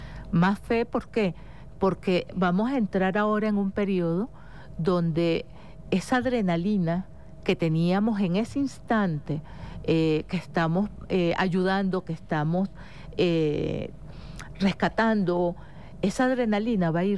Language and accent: Spanish; Caracas, Capital District, Venezuela; nuestra identidad como caraqueños